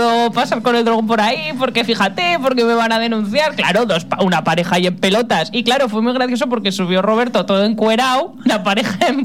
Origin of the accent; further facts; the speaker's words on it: Peralta, Navarre, Spain; moved away; me he quedado con las ganas de volver a traer a mis chicos a mi pueblo